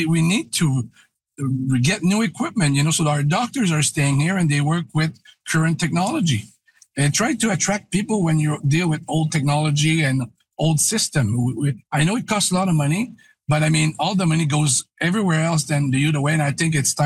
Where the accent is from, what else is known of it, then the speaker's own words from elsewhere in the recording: Quebec City, Quebec, Canada; You know, I moved in the region 35 years ago. I'm from Quebec City originally.